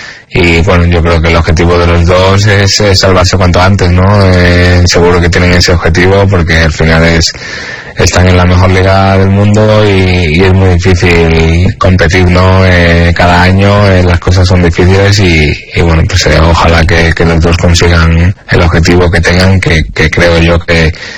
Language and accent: Spanish; Málaga, Andalusia, Spain; eso es un sueño para todos los que somos malagueños y hemos empezado aquí en el club.